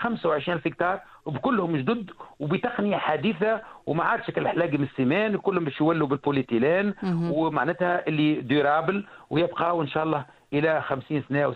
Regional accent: Tunisia; ماخذينه تو 3 مقاولين من اكبر المقاولين اللي عندنا في تونس وينجزوا فيه

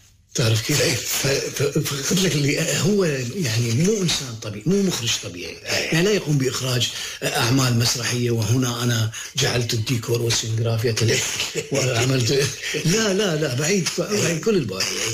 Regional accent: Iraq; أنا كعراقي

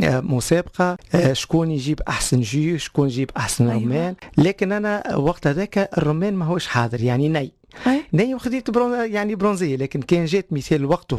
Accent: El Hamma, Gabès Governorate, Tunisia; now in Testour, Tunisia; انا اصلي من الجنوب

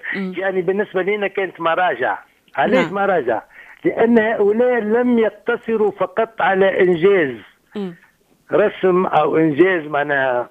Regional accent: Tunisia; أنا بلدي تونس يعني بالنسبة لي أموال هي أموال الشعب التونسي.

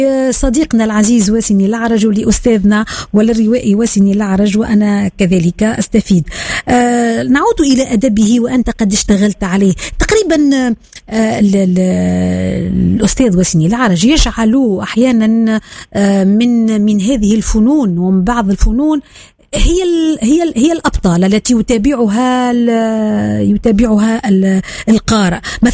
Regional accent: southern Tunisia, Tunisia; ونحن كذلك من الجنوب

